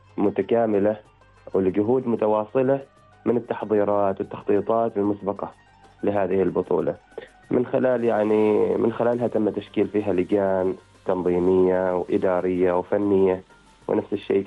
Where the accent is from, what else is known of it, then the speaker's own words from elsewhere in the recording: Oman; معنا في السلطنة